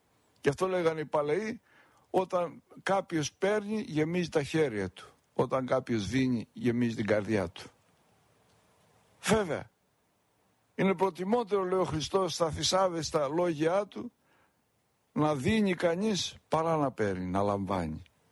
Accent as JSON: {"language": "Greek", "region": "Peloponnese", "country": "Greece", "said": "στα μέρη μας στην Πελοπόννησο"}